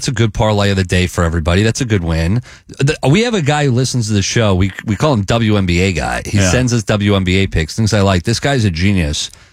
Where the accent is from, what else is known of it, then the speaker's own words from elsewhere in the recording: Sarasota, Florida, United States; growing up in Sarasota, you had to go out to Ellington by the mall, but JP Igloo, I believe it was called.